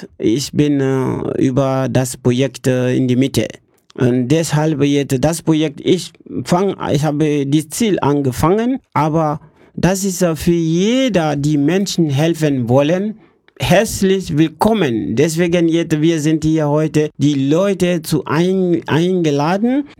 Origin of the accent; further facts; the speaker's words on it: Guinea; German is a second language; moved away as an adult; now in Telgte, Germany; Ich komme aus Guinea.